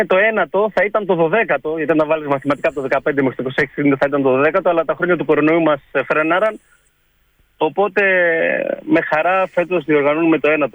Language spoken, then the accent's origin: Greek; Tzoumerka, Epirus, Greece; Υπήρχε ένας πυρήνας ανθρώπων που καταγόμαστε από τα πράγματα, από τα Τζουμέρκα, και στο χωριό μου